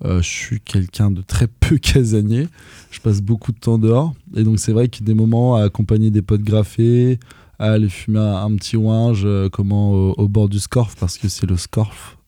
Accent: Gestel, Brittany, France; also born or lived in Lorient; Voilà, moi, je suis né à Lorient, mais un an plus tard, après ma naissance, j'ai déménagé à Gestel, qui est à 12 minutes du centre-ville de Lorient. C'est juste à la sortie.

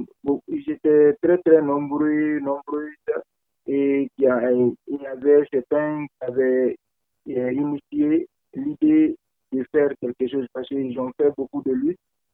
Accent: Guinea; now in France; Je viens de la Guinée-Conakry.

